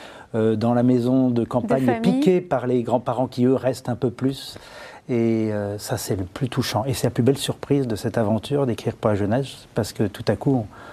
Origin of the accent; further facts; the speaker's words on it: Paris, Île-de-France, France; born there; Mais je suis né à Paris et ça se passait à Paris.